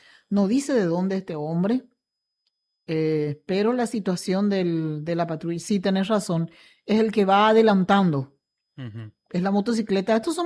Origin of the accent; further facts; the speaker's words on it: Itapúa, Paraguay; Como itapuense, como paraguayos